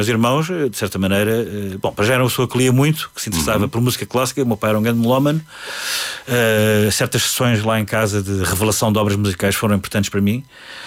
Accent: Lisbon, Portugal; born there; mas nasci em Lisboa, mas não sou um lisboeta típico, como outros, não é?

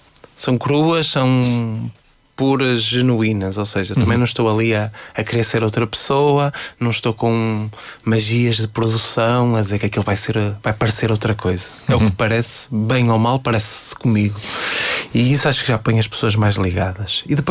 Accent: Fafe, Norte, Portugal; moved away as an adult; now in Lisbon, Portugal; Se eu sou daqui, nasci aqui, esta é a minha terra

